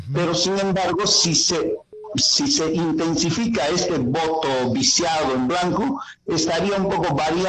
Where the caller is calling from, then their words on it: La Convención, Cusco, Peru; desde la Convención Cusco.